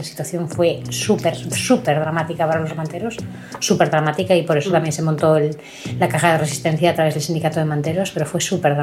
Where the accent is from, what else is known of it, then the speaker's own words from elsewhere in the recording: Galicia, Spain; born there; now in Madrid, Spain; también soy vecina del barrio. Yo no nací en Lavapiés porque nací en un pueblo de la Galicia rural. Así que soy, no sé si migrante dentro de Lavapiés, aunque Lavapiés ya es mi casa.